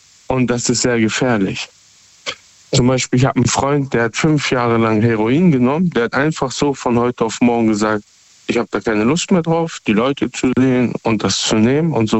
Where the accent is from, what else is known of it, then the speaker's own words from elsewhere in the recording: Hamburg, Germany; Ich komme aus Hamburg.